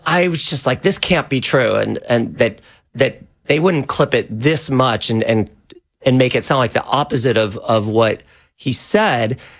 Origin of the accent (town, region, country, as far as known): Chicago, Illinois, United States; born or raised there